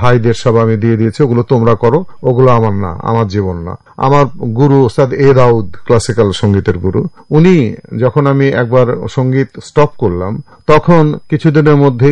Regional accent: Khulna Division, Bangladesh; একেবারেই আমার জন্মটা যে ছোটবেলাটা ওইটা পূর্ববঙ্গ, ফলে আমাদের পূর্ববঙ্গের নদিয়া যখন দেশ ভাগ হওয়ার পরে দুই দিকেই কিন্তু আমাদের অবস্থান, ওদেশেও জমি জায়গা বাড়ি ঘর আছে, এদেশেও আছে।

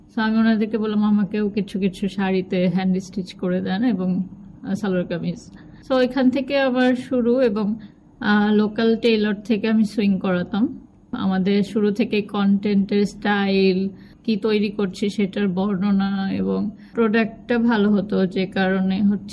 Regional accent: Tangail, Dhaka Division, Bangladesh; আমরা টাঙ্গাইলে বড় হয়েছি।

